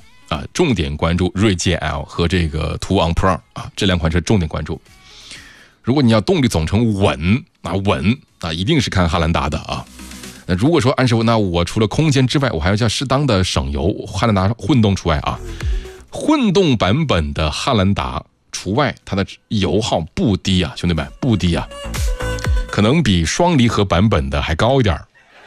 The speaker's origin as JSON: {"language": "Chinese", "region": "northern China", "country": "China", "tie": "born or raised there", "said": "可能也是我是北方人的原因吧。就从小接触的一汽丰田的很多东西啊，一汽大众的、一汽丰田的很多都是在北方看的"}